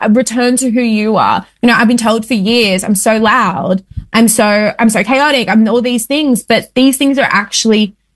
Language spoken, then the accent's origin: English; New South Wales, Australia